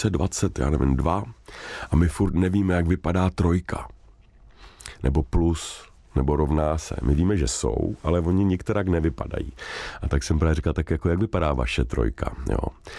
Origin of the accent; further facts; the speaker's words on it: Finland; od mého mládí ve Finsku, jak jsem vyrůstal, jsem byl jedna z mála dětí, která viděla železnou oponu z obou stran. Já jsem vyrůstal jak rozesmátém, krásném Finsku a jezdil jsem neustále do České republiky